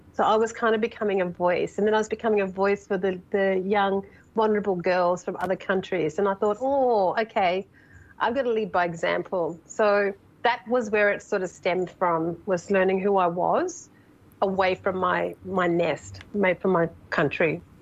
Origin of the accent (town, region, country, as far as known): Wyndham, Western Australia, Australia; born or raised there